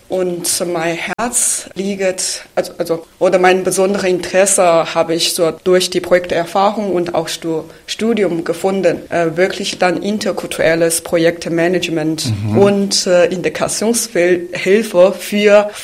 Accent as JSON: {"language": "German", "country": "China", "second_language": "German", "moved": "yes", "lives_now": "Germany", "said": "Ich komme aus China. Ich bin seit 2016 nach Deutschland gekommen, auch in Sachsen."}